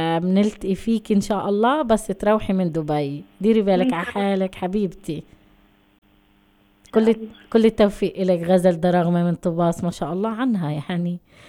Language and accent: Arabic; Palestine; إحنا كشعب فلسطيني